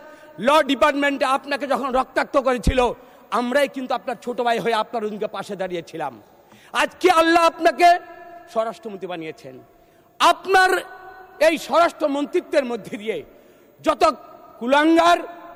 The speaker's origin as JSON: {"language": "Bangla", "town": "Munshiganj", "region": "Dhaka Division", "country": "Bangladesh", "said": "আমি মুন্সিগঞ্জের মানুষ।"}